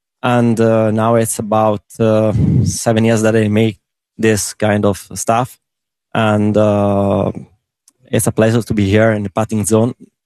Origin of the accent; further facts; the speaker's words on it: Italy; English is a second language; moved away; I come from Italy, in a place where golf is not so popular like here.